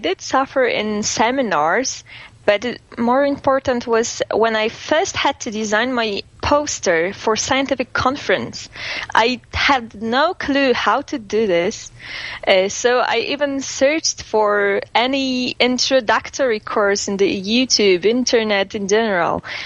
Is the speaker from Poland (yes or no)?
yes; Warsaw, Masovian Voivodeship, Poland; from Warsaw. I'm a PhD student in neurobiology.